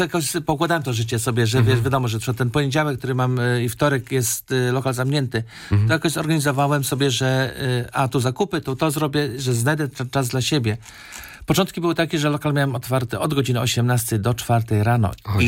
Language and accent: Polish; Szczecin, West Pomeranian Voivodeship, Poland; now in Berlin, Germany